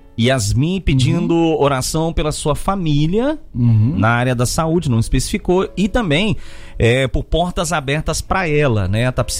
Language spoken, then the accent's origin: Portuguese; Minas Gerais, Brazil; eu sou mineiro, hein?